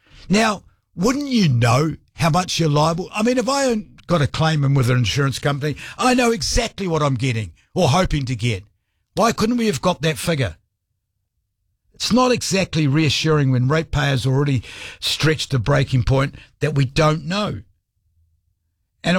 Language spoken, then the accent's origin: English; Wellington, New Zealand; As a Wellingtonian, as a ratepayer, as a New Zealander